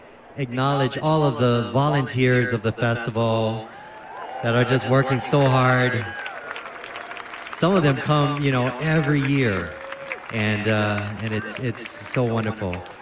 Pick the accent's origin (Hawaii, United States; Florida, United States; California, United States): Hawaii, United States; growing up in Hawaii